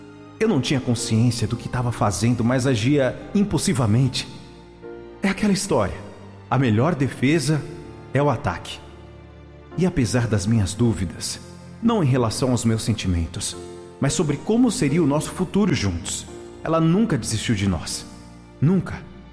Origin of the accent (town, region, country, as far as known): Paraíba, Brazil; born there